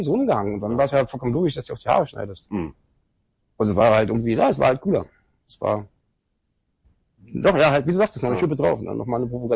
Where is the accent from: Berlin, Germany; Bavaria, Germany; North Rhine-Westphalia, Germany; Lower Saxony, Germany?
Berlin, Germany; Geboren in Schöneberg, groß geworden in Kreuzberg.